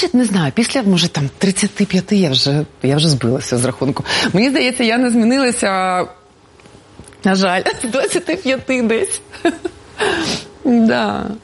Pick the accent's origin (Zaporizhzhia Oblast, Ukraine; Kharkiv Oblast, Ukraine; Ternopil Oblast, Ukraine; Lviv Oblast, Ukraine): Kharkiv Oblast, Ukraine; Kharkiv; Звичайно. Я віце-королева Харкова 94.